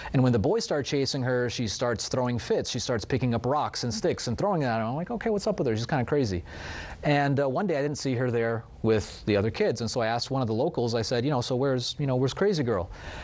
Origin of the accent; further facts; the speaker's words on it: Atlanta, Georgia, United States; I'm from Atlanta